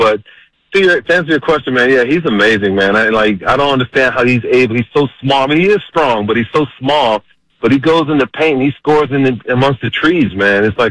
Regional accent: Philadelphia, Pennsylvania, United States; moved away; I'm from Philadelphia, and we all root like the Big Five.

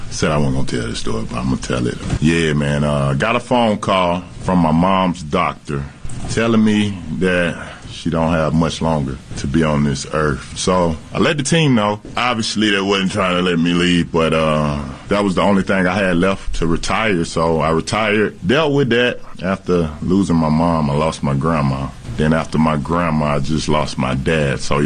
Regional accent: Alabama, United States; moved away; So I'm originally from Alabama, if you guys know. So this is like home.

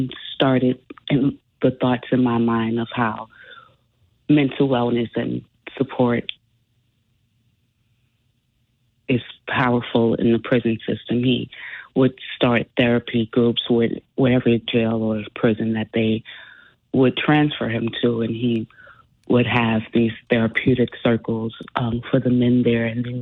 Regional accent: New York City, New York, United States; because so many people we grew up with in New York ended up in Rikers

